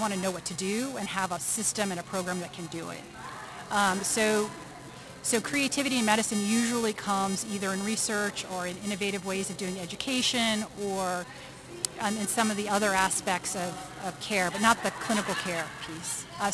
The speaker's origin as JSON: {"language": "English", "town": "Washington", "region": "District of Columbia", "country": "United States", "tie": "born or raised there", "said": "I grew up here in Washington, D.C."}